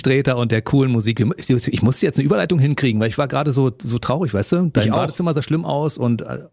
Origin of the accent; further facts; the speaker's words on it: eastern Germany, Germany; Ich komme aus dem Osten, wir hatten doch nichts.